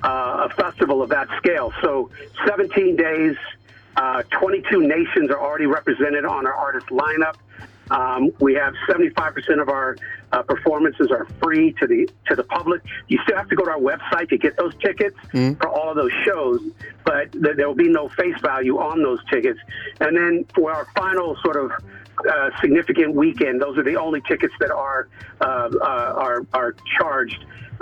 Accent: Oberlin, Ohio, United States; now in Los Angeles, United States; I grew up in a small music town called Oberlin, Ohio.

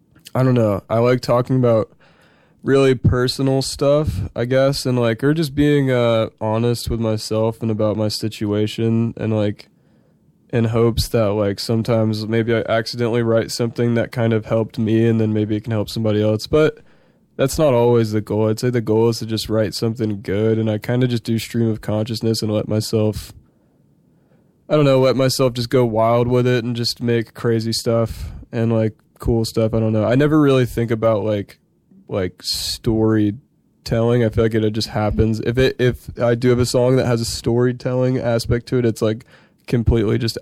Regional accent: Nashville, Tennessee, United States; For sure. Well, Nashville is really cool.

